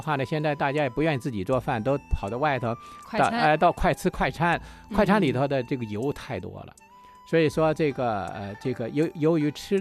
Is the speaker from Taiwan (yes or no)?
no; China; 对于我们中国人来说的话呢